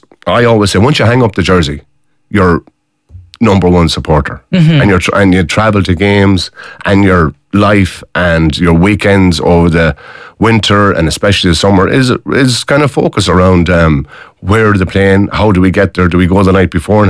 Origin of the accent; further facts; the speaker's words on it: Mayo, Connacht, Ireland; I'm from Mayo for me sins.